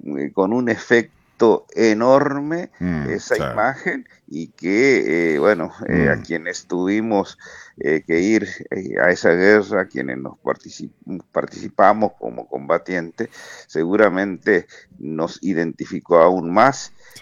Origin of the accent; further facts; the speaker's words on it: Chaco, Argentina; soy chaqueño, pero por ese esquema que había antes de los sorteos y esas cosas para cumplir con el servicio militar obligatorio, bueno, me tocó el destino final en Montecaseros, Corrientes.